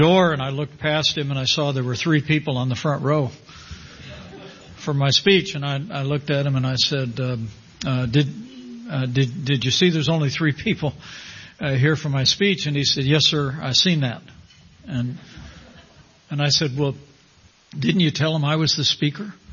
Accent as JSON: {"language": "English", "town": "Columbus", "region": "Indiana", "country": "United States", "tie": "born or raised there", "said": "I had a supporter in Columbus, Indiana, my hometown"}